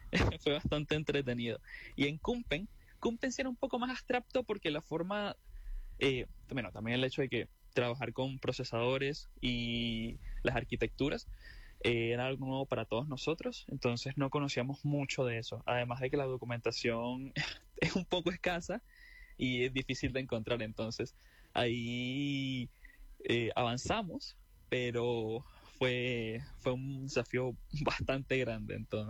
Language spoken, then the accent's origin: Spanish; Venezuela; moved away; Porque bueno, yo soy venezolano y tenía que tener el pasaporte, así que la opción más rápida era viajar para allá y sacarlo allá.